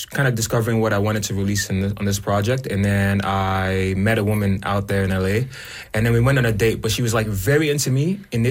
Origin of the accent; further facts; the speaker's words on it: Nigeria; now in Canada; she was just into me because I'm Nigerian. Mm-hmm. But I've also been in Canada for about 17 years, so I'm like a hybrid in a sense.